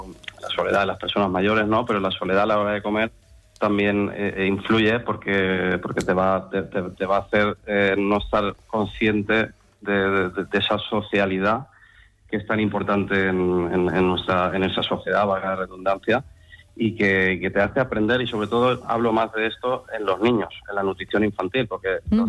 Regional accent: Valencia, Valencian Community, Spain

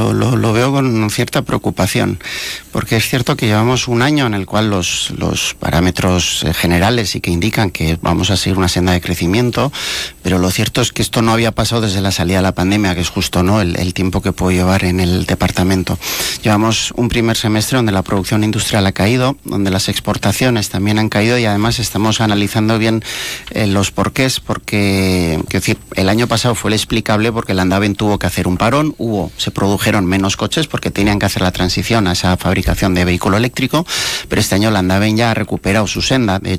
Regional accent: Navarre, Spain; en un territorio como Navarra, que somos eminentemente industrial

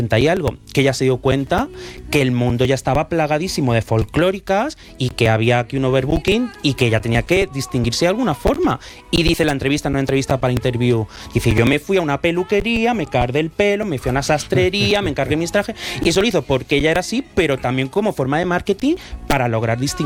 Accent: Andalusia, Spain; porque yo soy andaluz, o sí, sea que llevaba como muy en la sangre esto del folclore

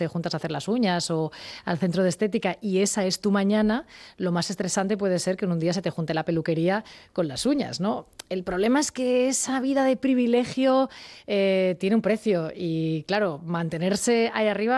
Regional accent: Sant Feliu de Llobregat, Catalonia, Spain; Yo había estado trabajando en Barcelona hasta aquel momento, porque soy de Sant Feliu de Llobregat

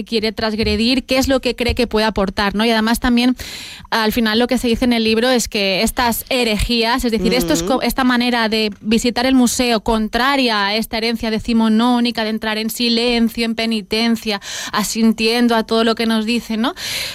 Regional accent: Palma, Balearic Islands, Spain; para todos aquellos que somos de Palma

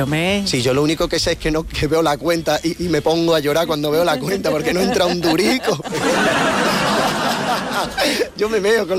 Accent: Frigiliana, Andalusia, Spain; No, soy de Frigiliana. Y con orgullo

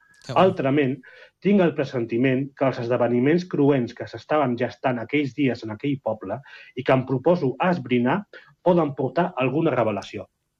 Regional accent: Barcelona, Catalonia, Spain; I jo que sóc de Barcelona ciutat, és a dir, que no sóc de l'àmbit rural

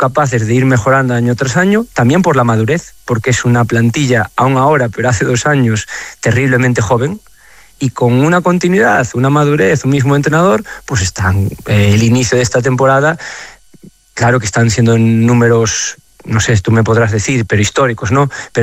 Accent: Galicia, Spain

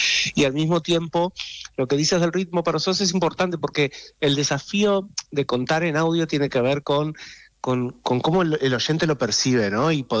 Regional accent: Argentina; accent: Argentine; todas las pequeñas partes de la serie las he tenido que hacer con mi acento argentino

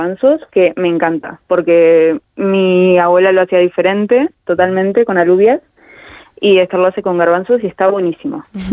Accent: Argentina; Si bien yo soy argentina, mi familia toda de España, y ella es manchega y mi papá también era manchego

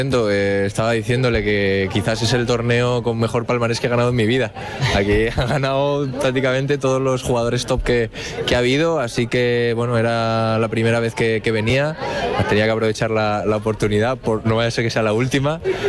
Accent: Cantabrian coast, Spain; yo soy del Cantábrico

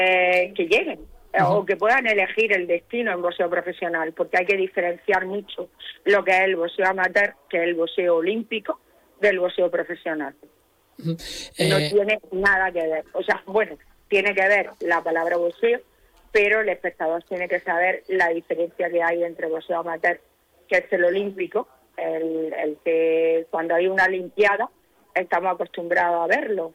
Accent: Almería, Andalusia, Spain; nuestra tierra es una tierra de deportistas, de boxeadores almerienses

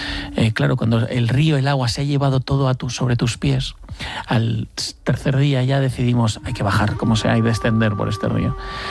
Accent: Spain; imagínate, como español blanquito que llega allí

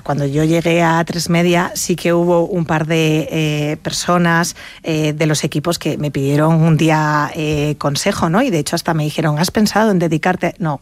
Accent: León, Castile and León, Spain; born there

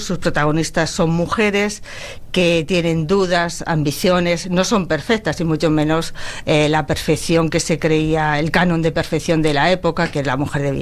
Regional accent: Ávila, Castile and León, Spain

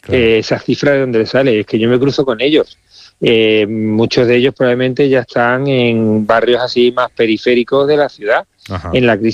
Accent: Spain; se lo digo con mucho pesar, como español también, ¿no?

